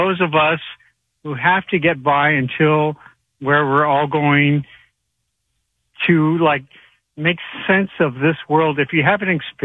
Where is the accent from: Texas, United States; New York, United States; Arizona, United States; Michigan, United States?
Arizona, United States; Sedona; And, well, I grew up in Sedona, Arizona.